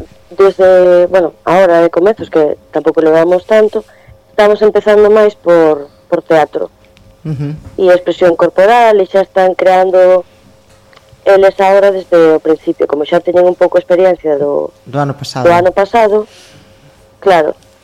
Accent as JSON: {"language": "Galician", "town": "Narón", "region": "Galicia", "country": "Spain", "also_born_or_lived": "Ferrol", "said": "somos de Narón e Ferrol, la contorna toda por aquí"}